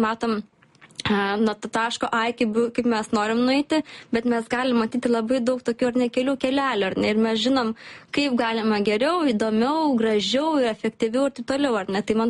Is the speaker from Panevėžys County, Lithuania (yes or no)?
no; Kuršėnai, Šiauliai County, Lithuania; now in Helsinki, Finland